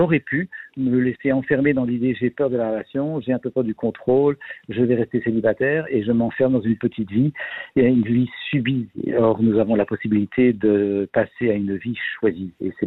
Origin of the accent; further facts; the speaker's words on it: Belgium; J'ai passé l'âge de la retraite, j'ai 68 ans en Belgique, je suis belge